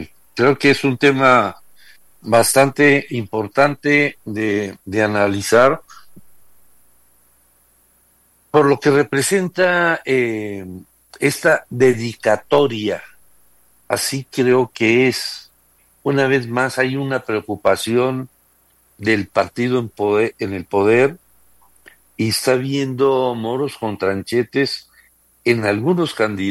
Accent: Mexico; la relación que tenemos como mexicanos

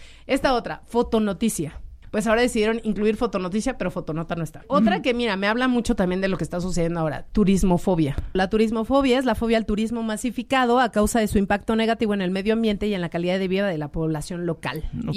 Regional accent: Mexico; no es porque yo sea mexicana, obviamente me da mucho orgullo ser mexicana, pero... las personas que somos de México somos el grupo de hispanohablantes más grande que hay.

